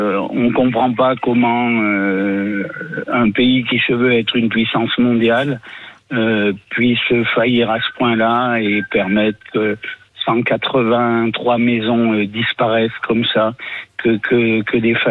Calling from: Le Porge, Nouvelle-Aquitaine, France; ça fait que 15 ans que j'habite au Porge.

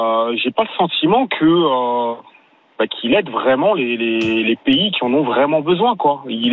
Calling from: Mali; moi je suis originaire du Mali.

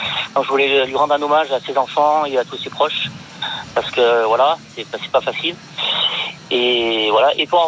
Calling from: Saint-Étienne, Auvergne-Rhône-Alpes, France; en tant que Stéphanois

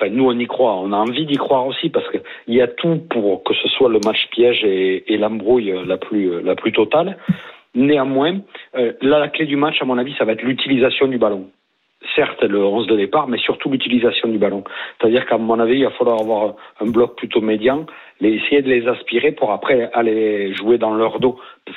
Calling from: Agen, Nouvelle-Aquitaine, France; Chez nous, à Agen

